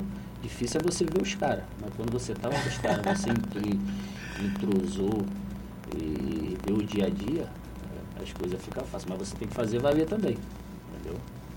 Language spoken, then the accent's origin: Portuguese; Campos dos Goytacazes, Rio de Janeiro, Brazil; Não, não, sou de Campos.